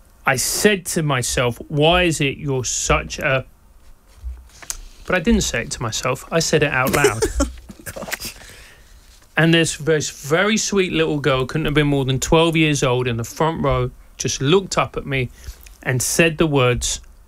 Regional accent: London, United Kingdom; accent: South London; first language Spanish; English is a second language; my mother is a first-generation immigrant. My mother's from Venezuela. My first language is actually Spanish. You wouldn't believe it to hear my dulcet South London tones.

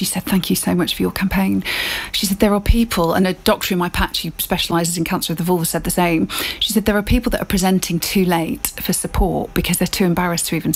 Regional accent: United Kingdom; which is a play on the 70s film No, Sex, Please, We're British, which plays to our British prudishness.

